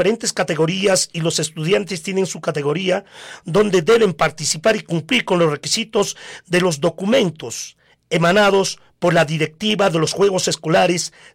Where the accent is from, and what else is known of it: Coracora, Ayacucho, Peru